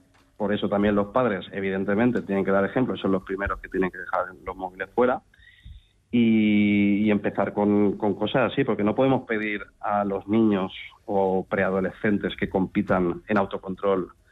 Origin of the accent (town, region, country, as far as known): Valencia, Valencian Community, Spain